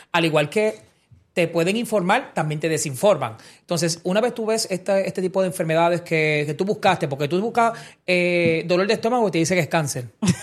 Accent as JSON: {"language": "Spanish", "country": "Puerto Rico", "moved": "as an adult", "lives_now": "Dominican Republic", "said": "yo soy puertorriqueño. Tengo ya 16 años en República Dominicana. Yo llegué aquí a estudiar."}